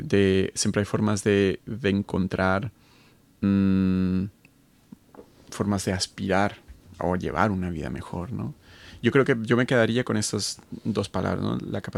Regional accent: Colombia; now in Tübingen, Germany; Eso, por ejemplo, en Tübingen me gustan los eventos musicales y siempre encuentras, yo pues, soy colombiano, pero siempre encuentras, bueno, a la comunidad chilena, o la comunidad ecuatoriana o la mexicana.

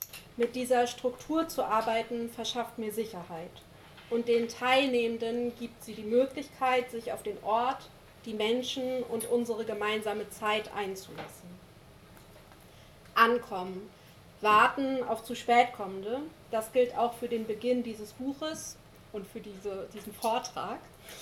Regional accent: Lower Saxony, Germany; born there; Genau, ich wurde im Wendland geboren, da seht ihr mich schlafend auf einer Atommüllblockade. Ich war 12 Jahre alt

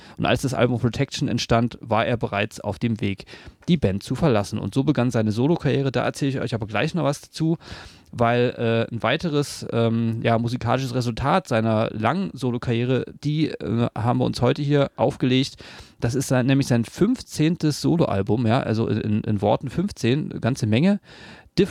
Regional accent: Berlin, Germany; Also ich komme aus Berlin, war da ist man jetzt mit der Szene, wa?

